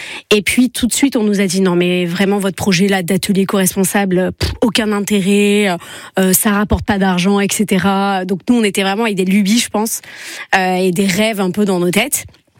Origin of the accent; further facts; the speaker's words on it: Nîmes, Occitanie, France; born there; moved away as an adult; also born or lived in Australia / Barcelona / Mexico / Montreal; je suis née à Nîmes et puis j'ai fait mes études un petit peu dans le sud.